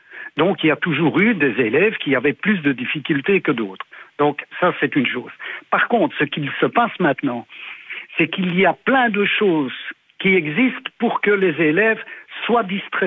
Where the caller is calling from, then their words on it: Liège, Wallonia, Belgium; moi je suis de Liège